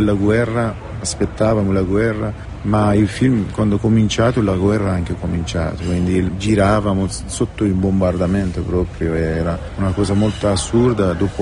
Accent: Iran

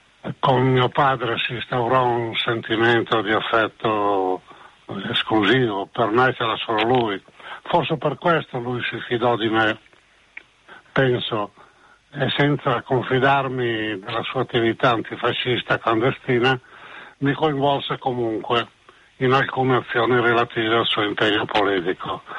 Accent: Arzignano, Veneto, Italy; Mio padre era, lui proveniva dalla provincia di Vicenza, dal mio paese e il suo paese Arzignano, nella Val del Chiampo

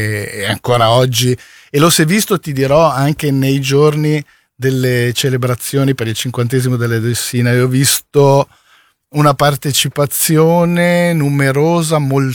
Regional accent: Brianza, Lombardy, Italy

